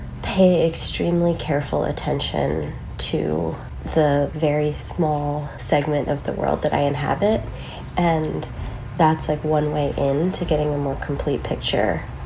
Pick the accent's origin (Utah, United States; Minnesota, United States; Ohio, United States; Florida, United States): Utah, United States; And I grew up in Utah in the West. And so my immersion in the natural world was really different than it is now living in the Northeast.